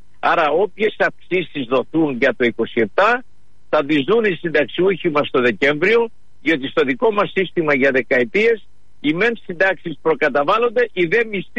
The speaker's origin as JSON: {"language": "Greek", "region": "Western Greece", "country": "Greece", "tie": "born there", "said": "και εδώ στα χωριά και στην πατρίδα μου, στην Ηλία και στη Μεσσηνία που είμαι τώρα"}